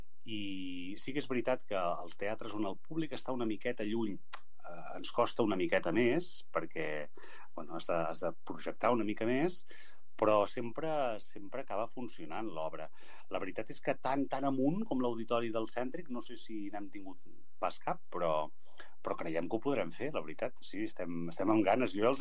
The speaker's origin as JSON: {"language": "Catalan", "town": "El Prat de Llobregat", "region": "Catalonia", "country": "Spain", "tie": "born or raised there", "said": "em fa molt de respecte sempre actuar al meu poble"}